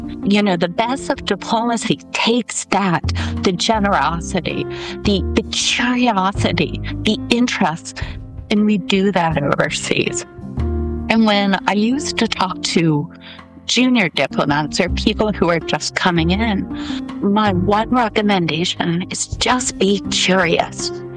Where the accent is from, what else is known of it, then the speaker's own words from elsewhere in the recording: United States; I'm from the United States.